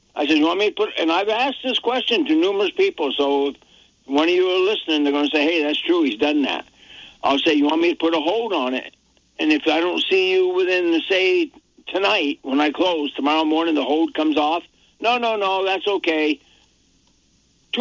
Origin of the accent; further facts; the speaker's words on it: Barre, Vermont, United States; born there; I'm a Barry boy. I was born in Vermont